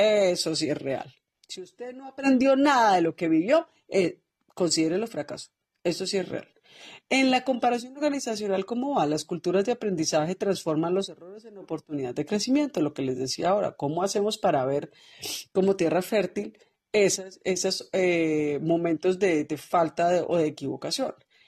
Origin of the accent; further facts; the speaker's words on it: Colombia; yo por lo menos como colombiana lo padecí hasta el final.